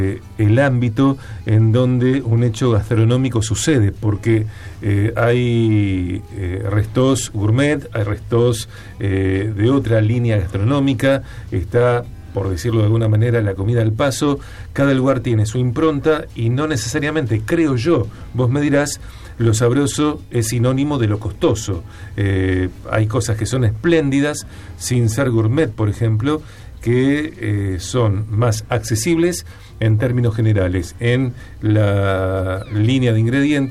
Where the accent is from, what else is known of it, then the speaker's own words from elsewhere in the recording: Argentina; nosotros como latinoamericanos, como argentinos en particular